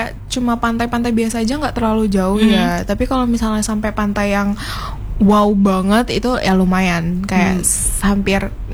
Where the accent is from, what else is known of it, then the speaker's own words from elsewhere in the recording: Southeast Sulawesi, Indonesia; Sulawesi Tenggara.